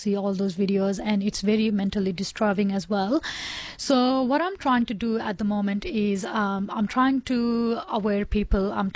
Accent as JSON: {"language": "English", "town": "Nuwakot", "region": "Bagmati", "country": "Nepal", "tie": "born or raised there", "moved": "as an adult", "lives_now": "Orange, Australia", "said": "I was born in Nepal and I was raised there. My 20 years of my life was in Nepal. So I'm really still attached. I can't just be Australian straight away. I'm still attached to my country as well. So I was born in Nuwakot, Bagmati region"}